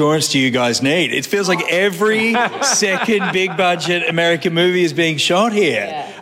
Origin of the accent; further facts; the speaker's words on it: Brisbane, Queensland, Australia; growing up in Brisbane